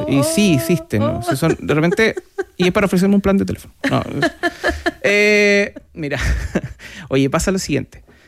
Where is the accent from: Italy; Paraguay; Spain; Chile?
Chile; Punta Arenas, Magallanes; Y yo soy de Punta Arenas, imagínate. Y era el PlayStation 1, recién llegado. Era uno de los pocos en Punta Arenas que tenía eso.